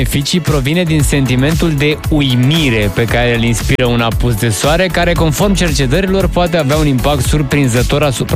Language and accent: Romanian; Romania; noi, ca români